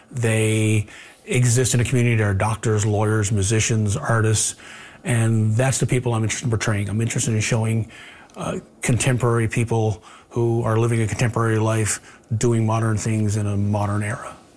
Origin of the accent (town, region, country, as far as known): Flat Bay, Newfoundland and Labrador, Canada; now in St. John's, Canada